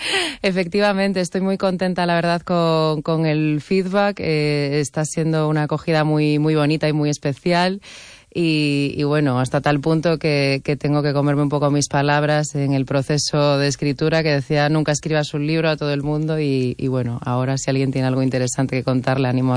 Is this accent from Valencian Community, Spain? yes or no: no; Galicia, Spain; now in Madrid, Spain; siempre digo que soy súper gallega, porque la verdad es que no sé si es por una especie de adicción a mi tierra, pero el acento nunca se termina de marchar, porque cuando se está marchando ya vuelvo. Entonces, estoy constantemente por aquí, la verdad.